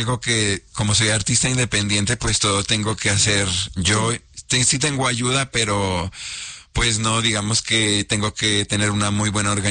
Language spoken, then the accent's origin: Spanish; Torreón, Coahuila, Mexico; moved away as an adult; Ayer estaba contando los años que tengo aquí en la ciudad. Yo soy de Torreón, Coahuila. Tengo 15 años aquí.